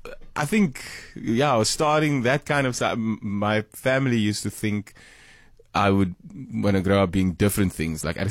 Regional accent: Malmesbury, Western Cape, South Africa; born or raised there

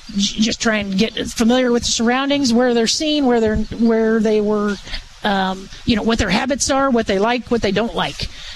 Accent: Buckhart, Illinois, United States; Born and raised in Buckhart.

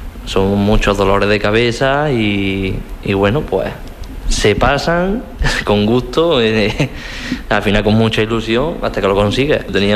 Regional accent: Andalusia, Spain; Pero al final son mis raíces. Es mi pueblo y son mis vecinos

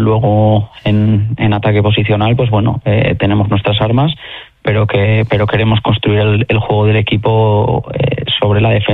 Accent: León, Castile and León, Spain; casi todos los que estamos ahí somos chicos de León.

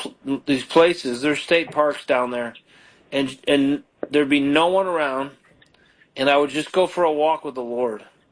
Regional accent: Palatine, Illinois, United States; also born or lived in Indiana; Like, I used to live in the Midwest. I'm from Palatine.

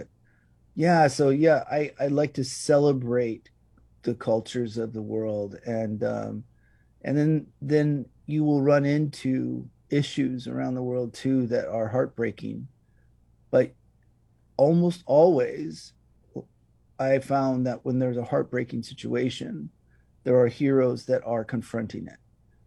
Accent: Hawaii, United States; And in the 70s, growing up on the Big Island, it was almost like a developing country, but I mean that in a really good way. Quite rural.

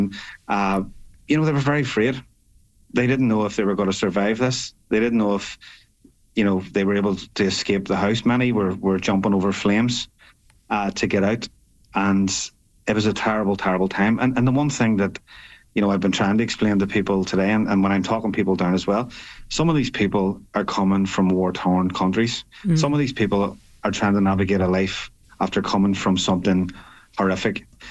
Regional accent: Belfast, Northern Ireland, United Kingdom; You know, I grew up in West Belfast, which is a nationalist area. And, you know, I grew up hearing stories of people in my own community who were burned out simply because of their religion.

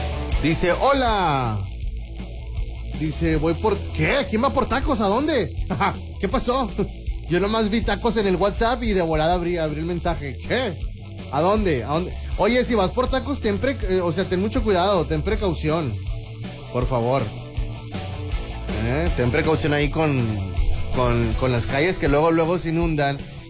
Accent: Mexico; Como buen mexicano, el taco se respeta.

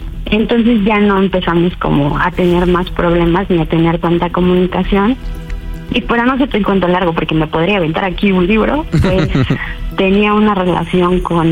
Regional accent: Cuernavaca, Morelos, Mexico; Tengo 38 años y soy de Cuernavaca.

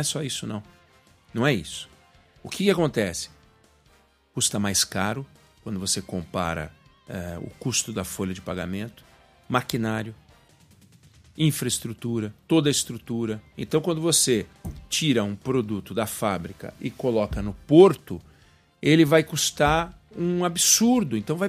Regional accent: Brazil

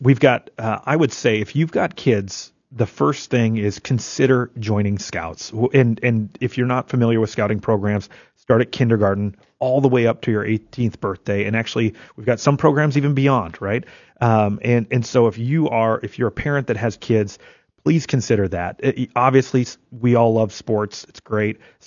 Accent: Minot, North Dakota, United States; I grew up in Minot

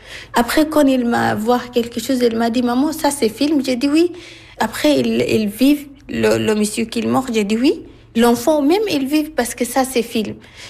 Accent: Sudan; French is a second language; moved away; J'ai 33 ans. Je viens de Soudan. Je suis allée à Libye. Après, on continue jusqu'à Italie.

